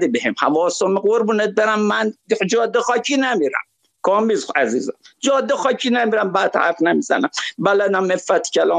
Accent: Shiraz, Fars, Iran; برم مرد کاکو از شیراز هستم.

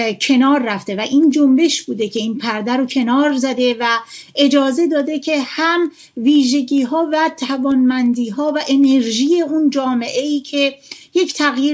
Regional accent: Iran; ما همه مردمیم، ما همه ایرانیم

